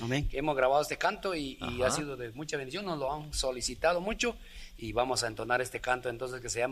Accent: San Pedro Sacatepéquez, San Marcos, Guatemala; Y somos originarios de San José Caben, San Pedro, San Marcos. Ahí estamos a 3 kilómetros del Parque de San Pedro.

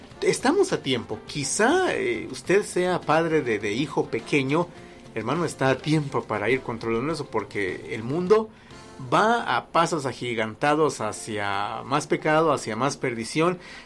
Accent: Guatemala; como soy ciudadano guatemalteco, tengo derecho de votar

